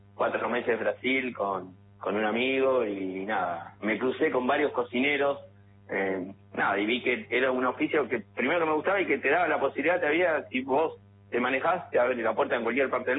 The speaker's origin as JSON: {"language": "Spanish", "town": "General Rodríguez", "region": "Buenos Aires Province", "country": "Argentina", "tie": "born or raised there"}